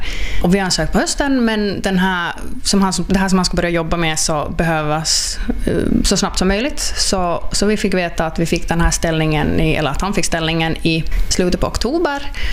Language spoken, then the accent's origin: Swedish; Sideby, Ostrobothnia, Finland; also born or lived in Guangzhou, China; Ja, så jag kommer från Sideby då, en liten by utanför Kristinestad.